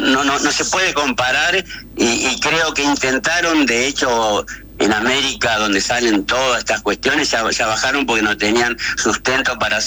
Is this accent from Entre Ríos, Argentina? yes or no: yes; La Paz, Entre Ríos, Argentina; bajemos a La Paz, de donde soy yo